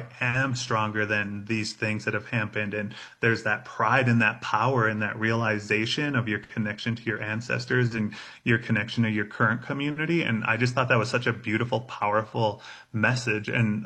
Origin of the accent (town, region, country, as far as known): Red Lake Indian Reservation, Minnesota, United States; now in Denver, United States